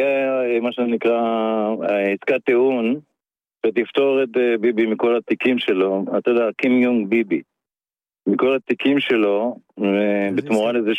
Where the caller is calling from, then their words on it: Sharon plain, Israel; אני מהשרון